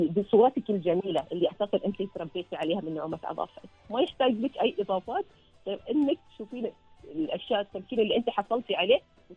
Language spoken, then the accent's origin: Arabic; Oman; أنا لما أطلع ومثل عمان أنا أفتخر إني عمانية